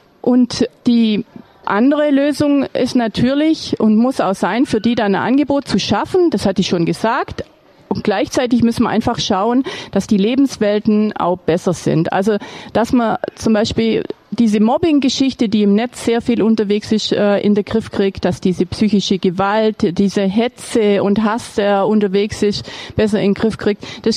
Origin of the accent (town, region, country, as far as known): Wangen im Allgäu, Baden-Württemberg, Germany